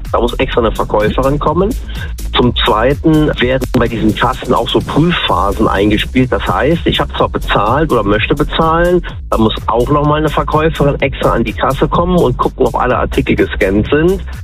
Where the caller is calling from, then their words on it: Bitburg, Rhineland-Palatinate, Germany; Ich komme aus Bitburg.